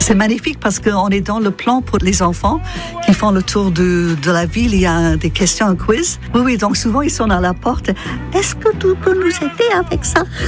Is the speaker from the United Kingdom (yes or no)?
yes; Scotland, United Kingdom; accent: Scottish; French is a second language; moved away as an adult; now in Le Mans, France; j'ai un accent qui vient du fait que je suis écossaise. Je suis arrivée au Mans parce que j'ai rencontré un Breton à Édimbourg pour le match Écosse-France.